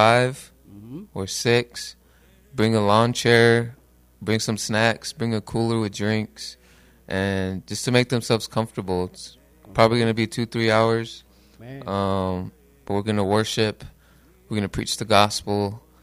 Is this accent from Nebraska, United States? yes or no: yes; Nebraska, United States; now in El Paso, United States; I'm from Nebraska.